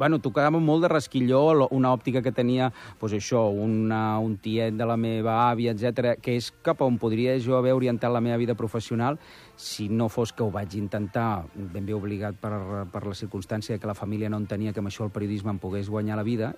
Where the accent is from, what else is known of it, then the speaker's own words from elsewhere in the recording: Barcelona, Catalonia, Spain; del 86, a la Vila de Barcelona, i vivia en un barri del qual jo ara n'estic exiliat. Jo sempre dic que sóc un exiliat del Poble Nou.